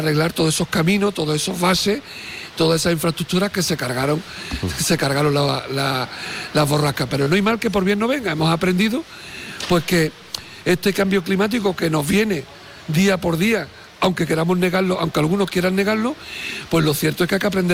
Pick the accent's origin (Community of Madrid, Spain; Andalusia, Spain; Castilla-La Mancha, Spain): Andalusia, Spain; somos vecinos de Jerez, hijos ilustres de una matriz como Jerez de la Frontera, tierra de vinos como lo somos en parte nosotros, ¿no?